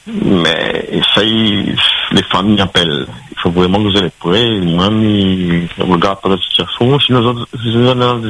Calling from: Saint-Denis, Réunion; de Saint-Denis.

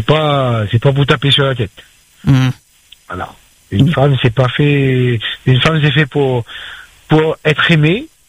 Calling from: Réunion; moi je suis de l'Est. Je suis entre Sainte-Rose et Saint-Benoît.

